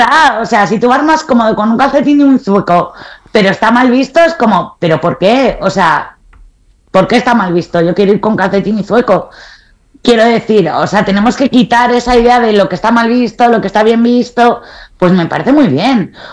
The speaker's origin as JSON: {"language": "Spanish", "country": "Spain", "said": "yo mi horterismo no lo veo tan hortera porque yo soy española"}